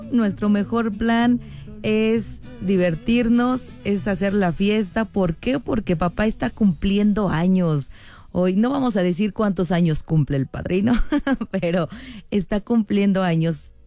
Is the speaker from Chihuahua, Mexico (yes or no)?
no; Chalmita, State of Mexico, Mexico; Imagínense, llego hasta Chalmita a través de iHeart Radio. Mi tierra, mi corazón es de ustedes.